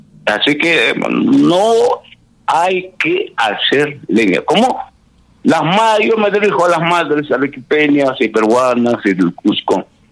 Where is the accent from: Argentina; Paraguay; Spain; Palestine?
Palestine; Bethlehem, West Bank; now in Callao, Peru; Nosotros somos creyentes, nosotros los palestinos, la mitad somos cristianos de Cristo.